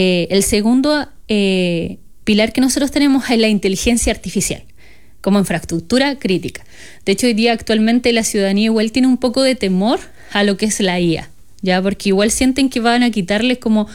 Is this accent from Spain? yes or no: no; Temuco, Araucanía, Chile; also born or lived in Padre Las Casas; yo soy de Temuco.